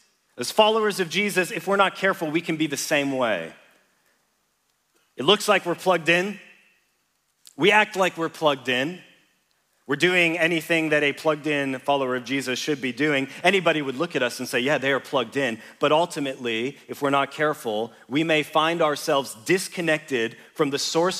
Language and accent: English; Canada; accent: Canadian; now in Linköping, Sweden; I'm not originally from Linköping, believe it or not. This is not Okhotsk that you are hearing right now. This is English spoken with a Canadian accent, which is by far the most beautiful kind of English there is.